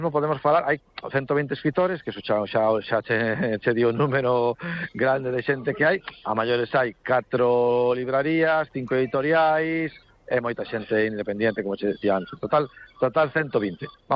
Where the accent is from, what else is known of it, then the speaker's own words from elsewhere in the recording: Bañobre, Galicia, Spain; se digo polo meu pueblo, ¿no? Bañobre, que decir, non somos nin concello, temos unha verbena, ¿no?